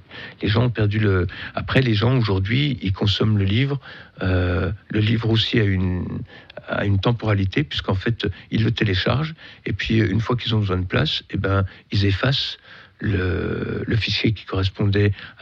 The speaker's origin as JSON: {"language": "French", "town": "Besançon", "region": "Bourgogne-Franche-Comté", "country": "France", "said": "Moi, mon père, il a connu l'Exode. On est de Besançon."}